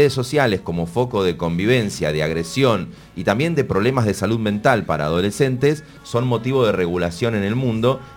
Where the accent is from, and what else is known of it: Argentina